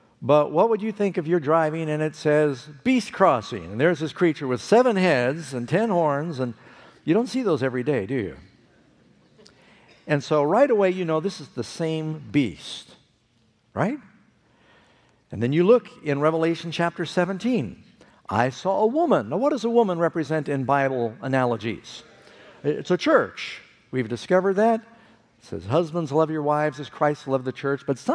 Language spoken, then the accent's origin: English; United States; I'm an American. I'm a Protestant.